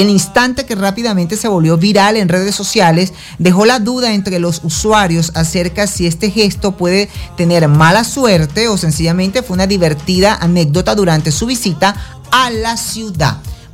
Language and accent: Spanish; Venezuela